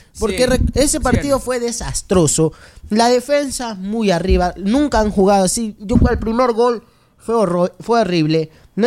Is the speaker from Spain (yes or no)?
no; Ecuador